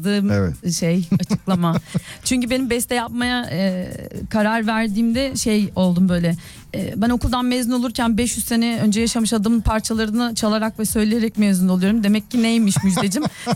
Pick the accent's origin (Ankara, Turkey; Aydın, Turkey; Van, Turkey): Ankara, Turkey; Koyu bir Ankaralıyım ben. Tam bir Ankara bebesiyim hatta